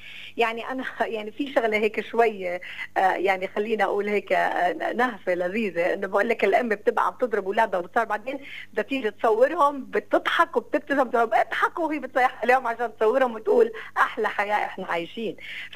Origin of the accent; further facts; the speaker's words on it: Palestine; إحنا كفلسطينيين